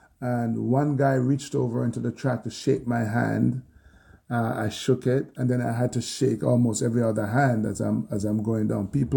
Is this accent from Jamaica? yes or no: yes; Jamaica; The fact that we're from Jamaica and have very limited resources